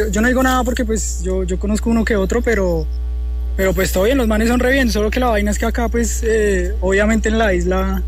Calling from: Colombia; yo soy de Las Cruces, parcero, yo soy colombo coreano, pero pues soy de barrio bajo

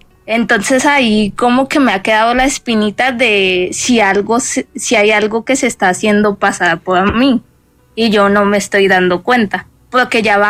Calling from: Ibagué, Tolima, Colombia; Desde Ibagué, Tolima

